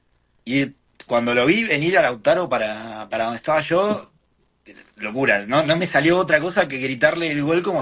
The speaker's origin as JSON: {"language": "Spanish", "town": "Lomas de Zamora", "region": "Buenos Aires Province", "country": "Argentina", "tie": "born or raised there", "moved": "as an adult", "lives_now": "Park City, United States", "said": "Soy argentino, soy de Buenos Aires, nací y viví casi toda mi vida en Lomas de Zamora. Uh-huh. En dos semanas van a ser 4 años que estoy viviendo acá, siempre viví en Utah."}